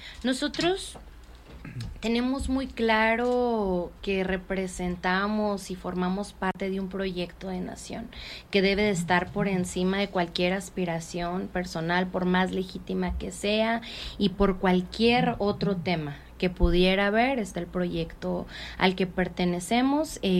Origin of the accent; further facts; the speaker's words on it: Ciudad Juárez, Chihuahua, Mexico; aunque yo soy de Ciudad Juárez, orgullosamente lo saben.